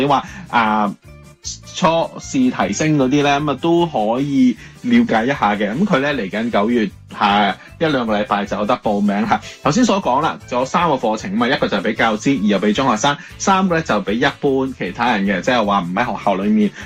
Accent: Canada; 我哋加拿大人了解 AI 有幾多咧

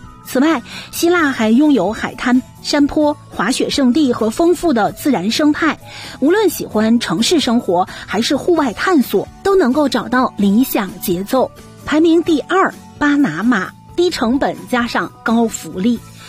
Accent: Canada; 虽说咱们加拿大没有能够上榜，但是榜单中的多个国家正成为咱们加拿大人换个地方过日子的热门选择。

